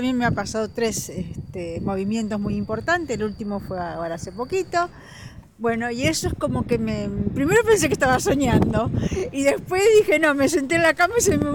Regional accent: Buenos Aires, Argentina; Yo vengo de Buenos Aires y realmente los vientos acá son terribles.

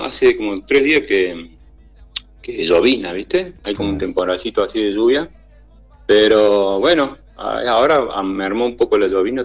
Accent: Bell Ville, Córdoba, Argentina; moved away as an adult; now in Córdoba, Argentina; yo tengo 48 años, soy del 78, nací. Y bueno, yo soy de Belleville, un pueblo que es a 200 kilómetros de la capital de Córdoba.

